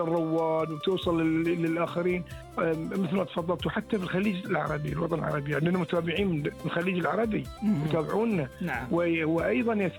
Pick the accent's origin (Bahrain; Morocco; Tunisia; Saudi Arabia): Bahrain; إحنا كمواطنين بحرينيين